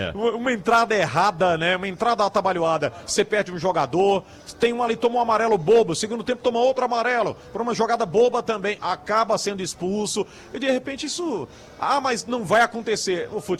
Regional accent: Brazil; Nós como brasileiros

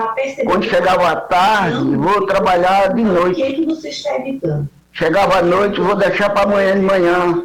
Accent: Nazaré da Mata, Pernambuco, Brazil; Ah, eu sou de Nazaré da Mata

